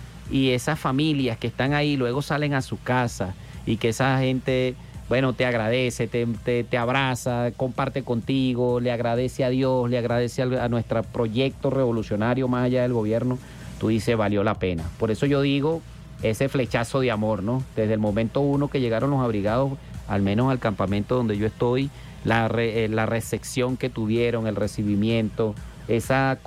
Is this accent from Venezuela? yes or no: yes; Venezuela; Los venezolanos somos alegría.